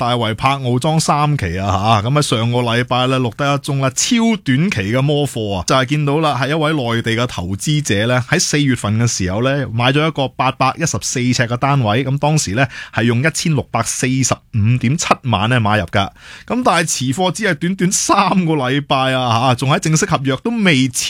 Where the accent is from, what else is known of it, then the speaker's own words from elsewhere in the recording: Hong Kong; 唔单止我哋香港人识摸，